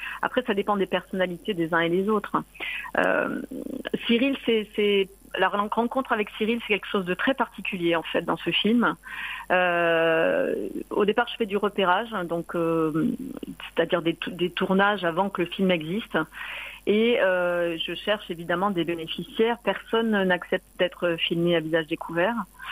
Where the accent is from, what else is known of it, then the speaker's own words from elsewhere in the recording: Marseille, Provence-Alpes-Côte d'Azur, France; moi, je viens de Marseille